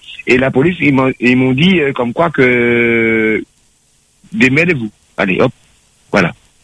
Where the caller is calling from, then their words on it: Lille, Hauts-de-France, France; Je suis à Lille.